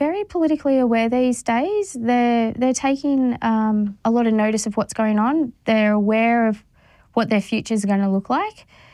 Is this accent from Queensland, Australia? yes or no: no; New South Wales, Australia; moved away; also born or lived in Northern Victoria; we're from New South Wales, so the other side of the river, but North Victoria along the river is where I feel at home the most.